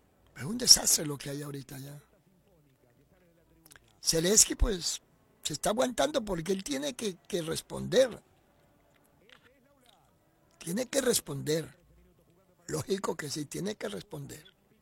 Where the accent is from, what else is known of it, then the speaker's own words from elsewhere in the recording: Colombia; Yo soy colombiano